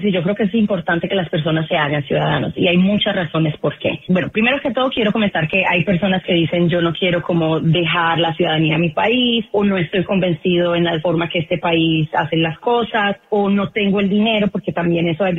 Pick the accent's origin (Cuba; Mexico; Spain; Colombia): Colombia; now in United States; soy colombiana, los colombianos seguimos siendo ciudadanos colombianos, así nos hagamos ciudadanos estadounidenses.